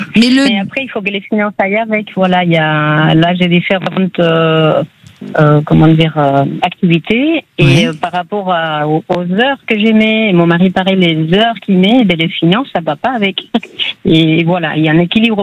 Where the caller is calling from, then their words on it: Landes, Nouvelle-Aquitaine, France; Dans les Landes.